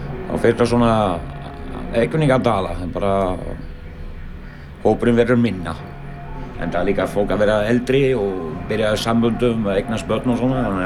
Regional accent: Belgium; Jeg er opprunnelig fra Belgien.

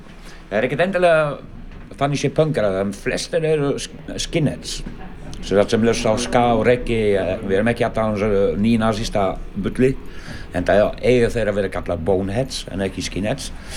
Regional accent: Belgium; Jeg er opprunnelig fra Belgien.

